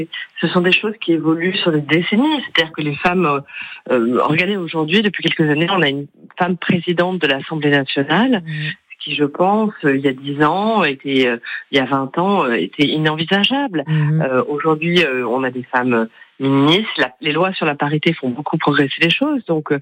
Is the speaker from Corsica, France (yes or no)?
yes; Calvi, Corsica, France; also born or lived in Bastia; je suis originaire, je suis corse.